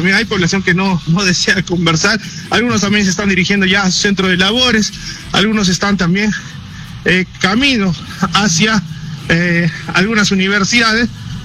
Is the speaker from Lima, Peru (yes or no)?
no; Cusco, Peru; ¿Qué expectativas como cusqueños nosotros tenemos?